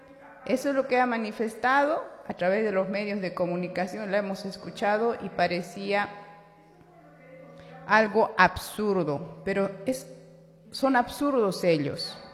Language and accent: Spanish; Bolivia; Nos está endeudando a los bolivianos y bolivianas a través del Fondo Monetario Internacional.